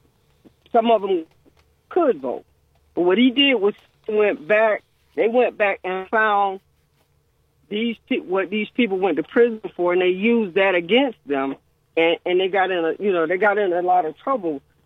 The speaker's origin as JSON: {"language": "English", "region": "Florida", "country": "United States", "tie": "born or raised there", "moved": "yes", "lives_now": "Akron, United States", "said": "I was born and raised in Florida."}